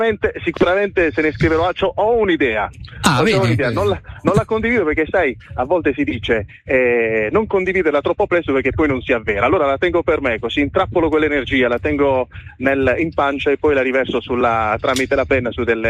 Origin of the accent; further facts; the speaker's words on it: Bari, Apulia, Italy; io sono barese come dicevo prima